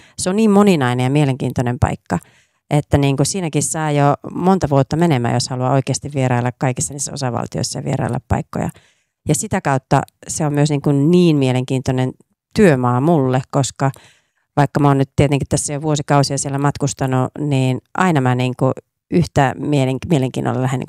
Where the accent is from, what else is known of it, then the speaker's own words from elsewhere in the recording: Oulu, North Ostrobothnia, Finland; Kotikaupunkini oululaisille.